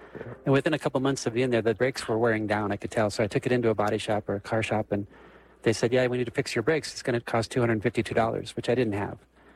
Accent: Nebraska, United States; now in Denver, United States; Yeah, I've been in Denver just over 4 months. I've been in Colorado for 5 years. Very different than my home state of Nebraska in many ways.

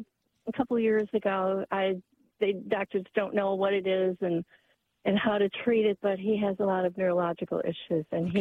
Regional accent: Illinois, United States; and I'm from Northern Illinois.

